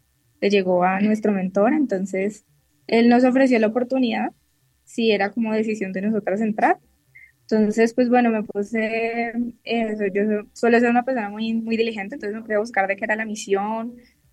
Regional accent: Valle del Cauca, Colombia

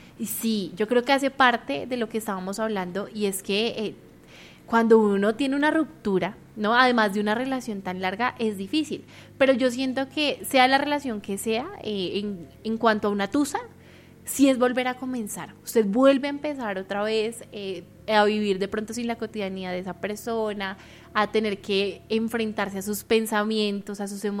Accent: Colombia

